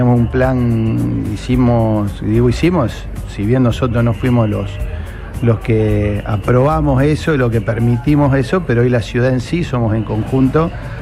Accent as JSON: {"language": "Spanish", "town": "Roldán", "region": "Santa Fe", "country": "Argentina", "said": "demostramos los santafesinos, porque los roldanenses somos santafesinos también, que somos el motor productivo de la Argentina."}